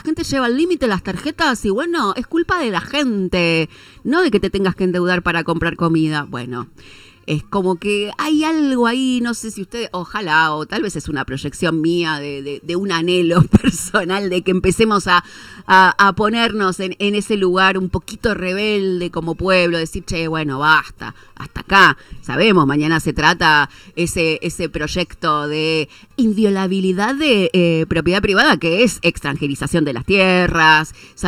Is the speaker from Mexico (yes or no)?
no; Argentina; necesitamos un poco esa épica como pueblo argentino